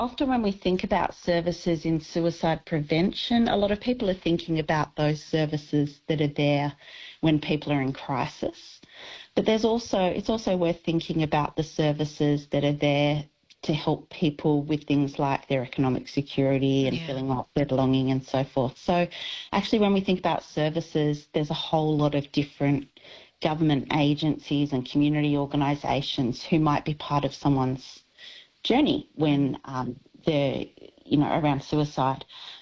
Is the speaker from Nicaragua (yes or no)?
no; Australia; as our Australian society, we need to, you know, let our politicians know that there's things that we would like them to be doing